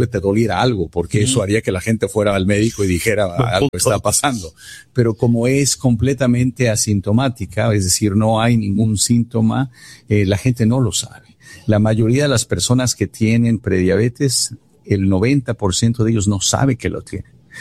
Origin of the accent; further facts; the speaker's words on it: Mexico; Hugo Sánchez nació en el barrio donde yo crecí en México